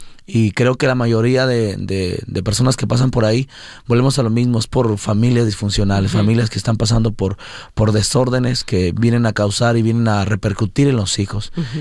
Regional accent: San Luis Potosí, Mexico; born or raised there; moved away; also born or lived in Mexico City

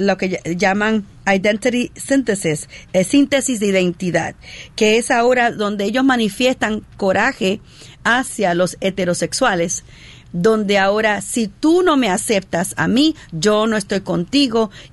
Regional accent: New York, United States; yo soy de New York

